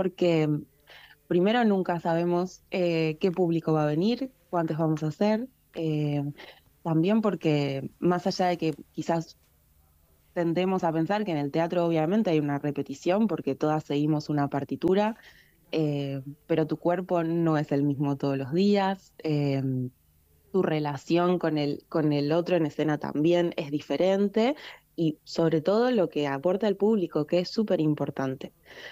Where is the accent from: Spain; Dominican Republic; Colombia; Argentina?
Argentina; Neuquén; Todas de la comarca. Algunas llegadas, yo por ejemplo soy de Neuquén